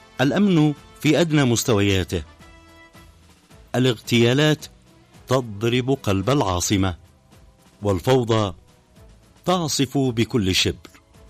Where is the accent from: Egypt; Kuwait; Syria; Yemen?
Yemen; الأعداء يخططون فيه أن نذهب كيمنيين بأنفسنا وبإرادتنا إلى الهاوية